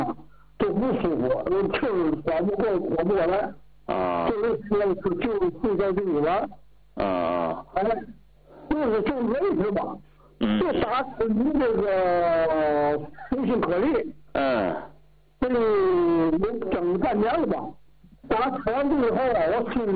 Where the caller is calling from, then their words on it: Tianjin, China; 我是天津的，我是82岁，